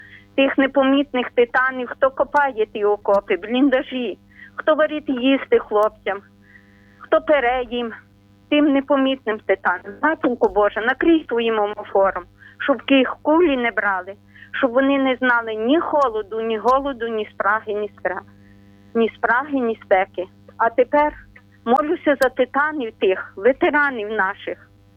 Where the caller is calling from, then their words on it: Ternopil Oblast, Ukraine; ми з України. Вас вітає Тернопільщина